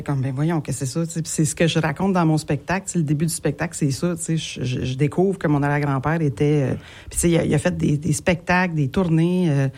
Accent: Saint-Rémy, Quebec, Canada; moved away as an adult; also born or lived in Montreal; now in Longueuil, Canada; Longueuilloise depuis 2022. En fait, moi, je suis native de la Montérégie, de Saint-Rémy-de-Napierreville.

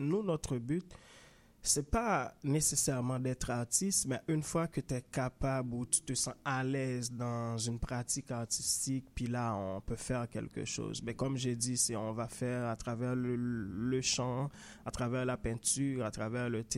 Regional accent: Haiti; puisque moi, en Haïti, je travaillais plus, je viens d'Haïti, en fait.

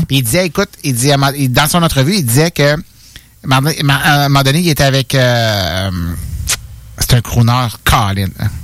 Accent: Canada; Je vois pour le Canadien là, en tant que Canadien là.

